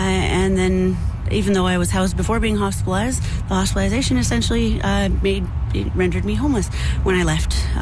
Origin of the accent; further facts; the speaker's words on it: British Columbia, Canada; now in Kelowna, Canada; I'm not originally from Kelowna, but I'm from BC